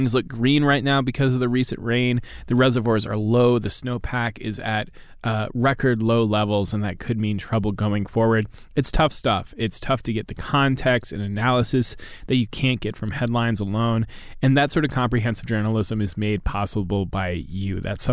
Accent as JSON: {"language": "English", "town": "Denver", "region": "Colorado", "country": "United States", "tie": "born or raised there", "said": "reporters like me who live in Denver. I'm actually from Denver."}